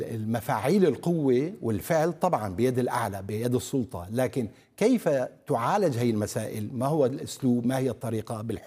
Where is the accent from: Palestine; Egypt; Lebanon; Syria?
Syria; الحقيقة ما عندنا أزمة نحن كسوريين